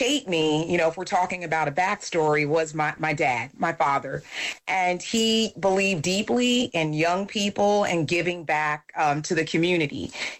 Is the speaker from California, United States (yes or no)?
yes; Long Beach, California, United States; I grew up in Long Beach